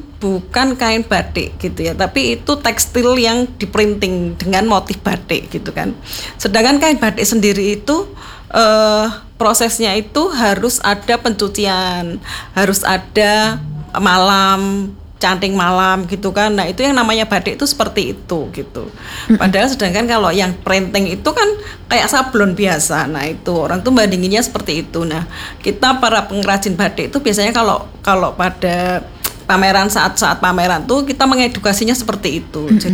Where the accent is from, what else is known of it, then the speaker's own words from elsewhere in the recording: Java, Indonesia; Kalau kita Jawa kan kita tahu ya, kita ceritanya seperti apa gitu.